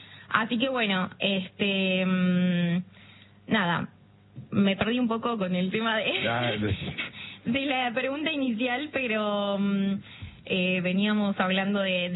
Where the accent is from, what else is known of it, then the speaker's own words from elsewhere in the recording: Misiones, Argentina; moved away as an adult; now in Mar del Plata, Argentina; Estudié en la Universidad Nacional de Mar del Plata, yo soy de Misiones. Cuando termino el colegio me voy a vivir a Mar del Plata.